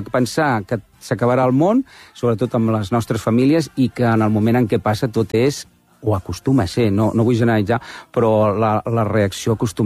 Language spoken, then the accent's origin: Catalan; Barcelona, Catalonia, Spain; jo sempre dic que sóc del Poblenou abans de que fos guai